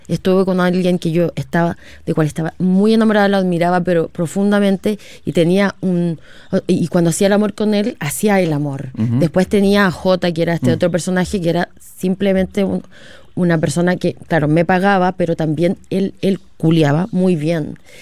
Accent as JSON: {"language": "Spanish", "town": "Calbuco", "region": "Los Lagos", "country": "Chile", "tie": "born or raised there", "said": "vengo llegando de Calbuco, estamos preparando una película de la, del primer libro, y para eso hay que hacer, hay que volver atrás. y era necesario que en este caso la directora y el guionista conocieran a mi familia y mi contexto de chica."}